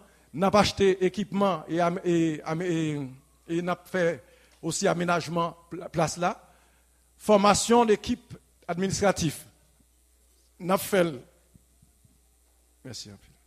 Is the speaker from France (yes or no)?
no; Haiti; en tant que haïtien